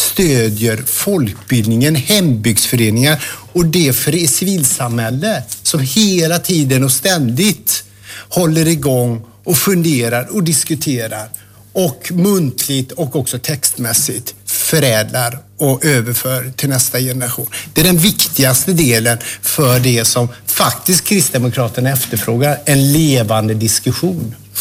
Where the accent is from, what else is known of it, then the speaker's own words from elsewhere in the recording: Falköping, Västra Götaland County, Sweden; Oavsett om det är min hemstad Falköping eller om det är en större geografi, så ska det komma underifrån.